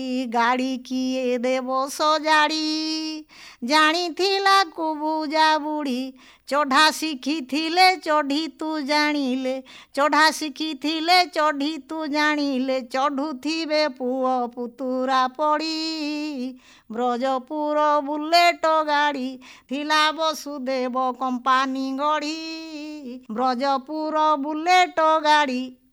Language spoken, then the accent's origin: Odia; Odisha, India; ମୁଁ ନୂତନ ପିଢ଼ିର ଝିଅମାନଙ୍କୁ କହିବି ଯେ ପାଲା ହେଉଛି ଆମ ଓଡ଼ିଆ ଜାତିର ଅସ୍ମିତା, ଏହାକୁ ଆପଣେଇବା ଗର୍ବର ବିଷୟ।